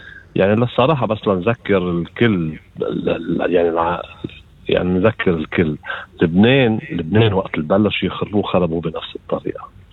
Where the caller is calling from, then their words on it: Australia; هون بأستراليا